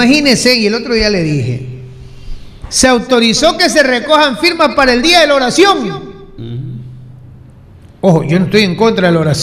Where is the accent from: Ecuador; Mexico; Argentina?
Ecuador; Somos los ecuatorianos los que vamos a ejercer nuestro derecho